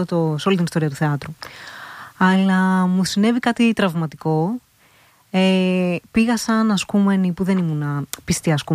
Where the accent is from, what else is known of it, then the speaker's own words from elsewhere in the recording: Kavala, Eastern Macedonia and Thrace, Greece; moved away as an adult; also born or lived in Athens / Thessaloniki; Είμαι από την Καβάλα, μεγάλωσα στην Καβάλα, ως τα 18 μου. Έλειπα 17 χρόνια στην Αθήνα και εκεί που ήμουνα μισό-μισό να γίνω Αθηναία.